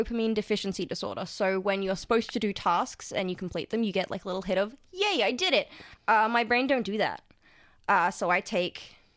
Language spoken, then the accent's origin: English; Townsville, Queensland, Australia; I was born and raised in Townsville, Queensland.